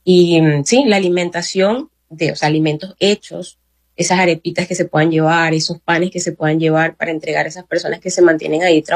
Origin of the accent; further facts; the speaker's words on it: Barquisimeto, Lara, Venezuela; mi trabajo como médico, como soy de Barquisimeto, mi trabajo como médico no fue estando directamente en los centros de salud de La Guaira.